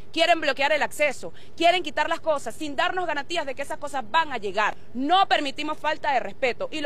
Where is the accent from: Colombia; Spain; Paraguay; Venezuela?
Venezuela; Somos los estudiantes y somos los venezolanos quienes nos organizamos desde el día número uno